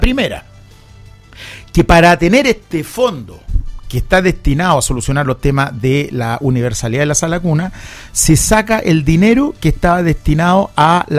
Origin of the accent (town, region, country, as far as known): Chile